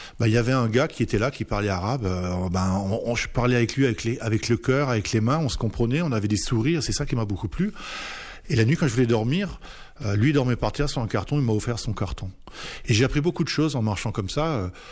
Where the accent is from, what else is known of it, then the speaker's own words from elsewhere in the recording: Grand Est, France; je l'ai renvoyée chez moi en Alsace, ici